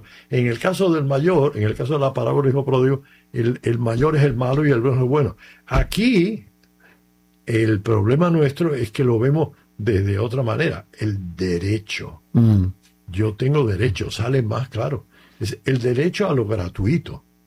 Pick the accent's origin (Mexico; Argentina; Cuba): Cuba; yo que soy cubano